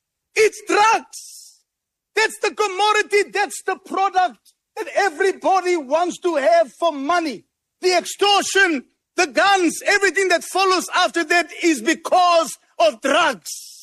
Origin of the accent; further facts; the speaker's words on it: Johannesburg, Gauteng, South Africa; I come from Westbury.